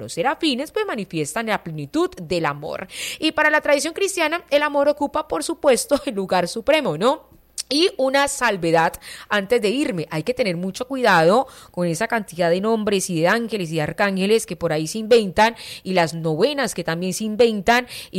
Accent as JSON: {"language": "Spanish", "country": "Colombia"}